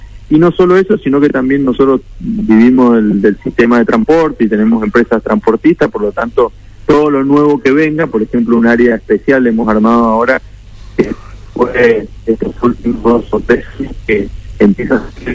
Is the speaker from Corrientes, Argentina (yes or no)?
no; Mendoza, Argentina; Así que muy contento, soy mendocino, soy emprendedor, sí.